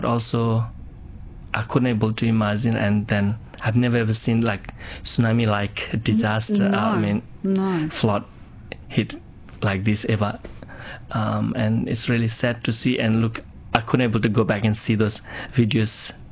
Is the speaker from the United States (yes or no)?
no; Australia; And as Australian, I think we should, if we have any friends of Nepal or anyone that close by, please check with them.